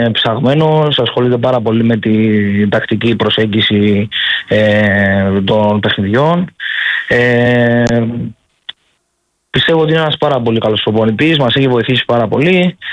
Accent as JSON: {"language": "Greek", "town": "Kalavarda", "region": "South Aegean", "country": "Greece", "said": "από τα Καλαβάρδα είμαι."}